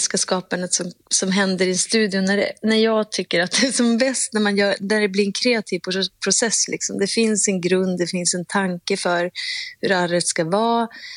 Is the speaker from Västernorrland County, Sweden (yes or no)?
no; Umeå, Västerbotten County, Sweden; moved away; also born or lived in Stockholm; Och jag är från Umeå.